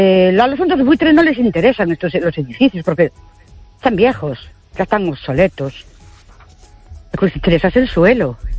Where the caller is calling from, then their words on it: Ourense, Galicia, Spain; de Urense otra vez.